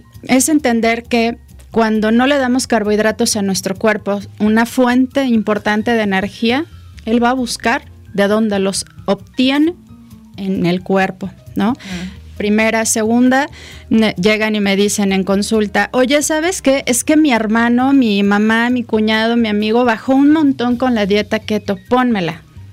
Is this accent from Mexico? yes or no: yes; Mexico; Somos mexicanos, ¿no? O sea, imagínense comer un taco de al pastor sin tortilla o con lechuga.